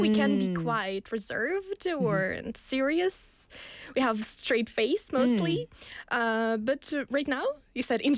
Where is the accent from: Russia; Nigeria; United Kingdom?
Russia; Chelyabinsk Oblast; I'm from Chelyabinsk region. Mm-hmm. It's like located near the border with Kazakhstan. It's okay. Like a central Russia.